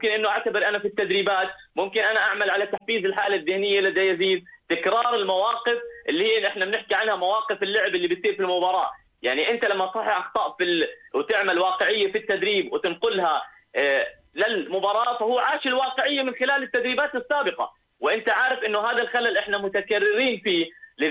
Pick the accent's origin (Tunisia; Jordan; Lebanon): Jordan; من حقنا كأردنيين وكشارع أردني